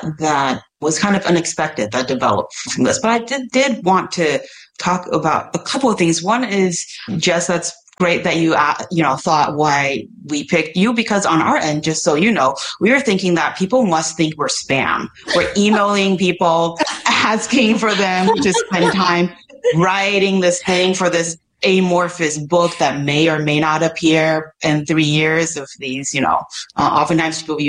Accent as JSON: {"language": "English", "region": "Taipei", "country": "Taiwan", "tie": "born or raised there", "said": "I grew up in Taipei City, which is this vast metropolis"}